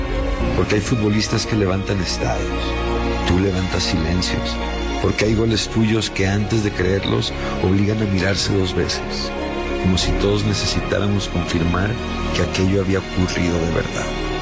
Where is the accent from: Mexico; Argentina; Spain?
Mexico; soy mexicano, bien mexicano